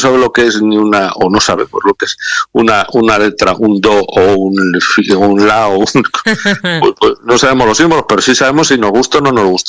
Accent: Peñaranda de Bracamonte, Castile and León, Spain; born there; also born or lived in Zamora; zamorano soy de adopción y obviamente, como digo, ciudadano del mundo. Pero yo nací en Peñaranda de Bracamonte.

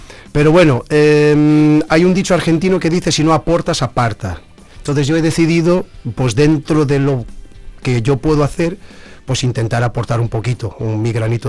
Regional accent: Lisbon, Portugal; now in Zamora, Spain; Sí, sí. Con él, o sea, soy oriundo de Lisboa, pero zamorano de... Y yo me siento muy zamorano, me encanta Zamora.

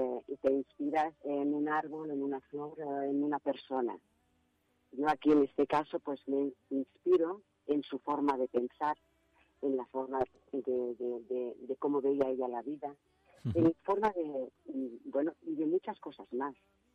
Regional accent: Barcelona, Catalonia, Spain; Lo mismo vivía en Girona como vivía, porque nosotros somos de Barcelona, de Cataluña.

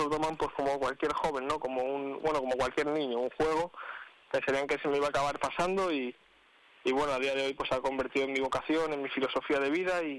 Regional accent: Cáceres, Extremadura, Spain; born there; also born or lived in Arenas de San Pedro, Ávila; yo soy nacido en Arena, aunque con un año me vine a vivir a Cáceres, pero mantengo raíces en los dos lados y me siento muy querido en los dos lados.

